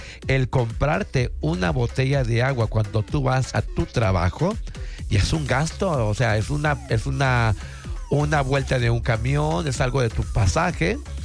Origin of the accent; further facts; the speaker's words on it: Mexico; now in Puerto Vallarta, Mexico; nosotros como mexicanos y como trabajadores locales cobramos en pesos.